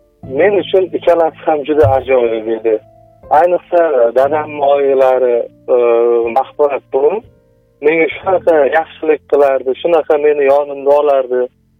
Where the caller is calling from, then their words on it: Qashqadaryo Region, Uzbekistan; accent: Qashqadaryo dialect; Qashqadaryolikman. Qashqadaryoda Shevamizda Moma deb chaqiradi.